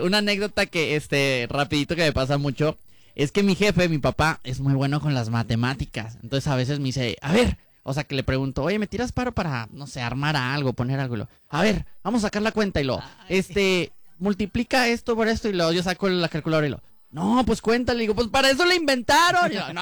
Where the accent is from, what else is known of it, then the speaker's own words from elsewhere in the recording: Mexico City, Mexico; Yo soy de la Ciudad de México, los chilangos son los de Ecatepec.